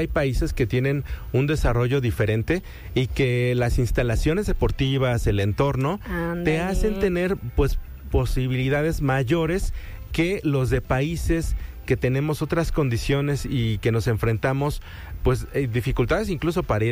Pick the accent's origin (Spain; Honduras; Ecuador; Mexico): Mexico; como mexicanos tenemos esas características